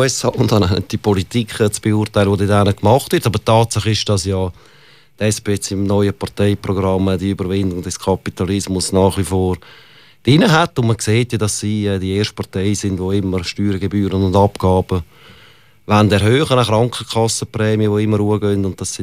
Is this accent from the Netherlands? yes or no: no; Zurich, Switzerland